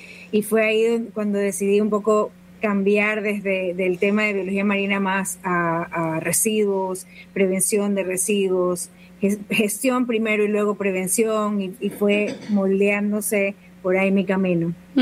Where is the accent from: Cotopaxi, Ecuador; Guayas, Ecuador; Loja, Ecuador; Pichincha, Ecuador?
Guayas, Ecuador; Guayaquil; born there; Yo nací en Guayaquil, pero crecí cerca del mar, mucho. Así que ¿de dónde vengo? Bueno, ¿de dónde nací en Guayaquil? Pero vengo de en general, de la costa y sobre todo de cerca del mar.